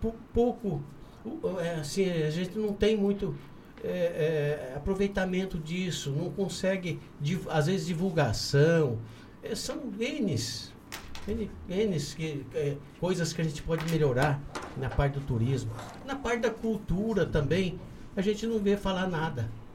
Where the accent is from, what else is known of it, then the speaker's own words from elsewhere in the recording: Mato Grosso, Brazil; E eu sou daqui do Araguaia. Eu já moro há 24 anos em Porto Alegre do Norte. Vivo a realidade daquela região, que é a região mais sofrida.